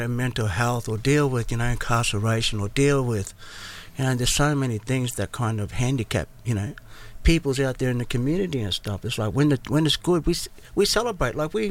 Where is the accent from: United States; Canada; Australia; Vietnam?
Australia; I was brought up in Anala in the 80s.